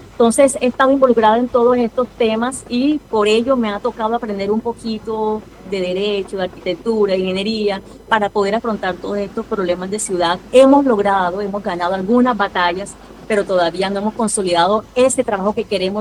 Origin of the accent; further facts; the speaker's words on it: Caribbean Region, Colombia; born there; now in Barranquilla, Colombia; yo no soy barranquillera, yo nací en la Sabana del Caribe, pero esta es mi segunda patria. Soy hija adoptiva de Barranquilla